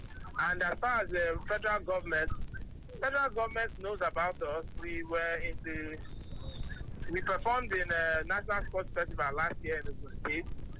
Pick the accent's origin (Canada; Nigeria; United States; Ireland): Nigeria; Enugu, Enugu State; Yes, I'm from Enugu.